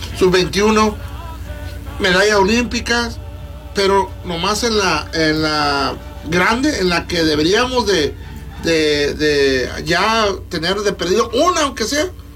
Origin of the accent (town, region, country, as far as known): Mexico